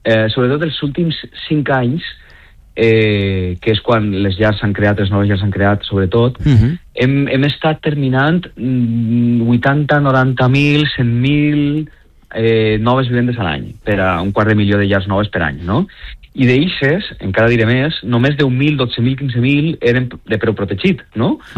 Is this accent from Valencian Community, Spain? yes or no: yes; Valencia, Valencian Community, Spain; com jo soc del Cabanyal, conec molt bé el cas del Cabanyal, perquè és el barri del que soc jo no visc allí ja, però he viscut allà, no?